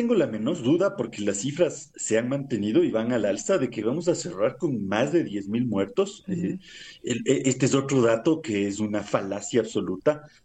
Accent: Ecuador; Entonces, a estas alturas, como ecuatorianos, ya tenemos que preguntarnos si realmente al gobierno le interesa resolver este problema

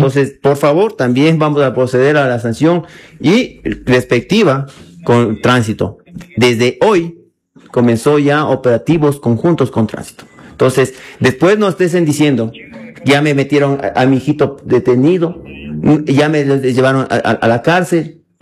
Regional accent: Ecuador; somos ecuatorianos

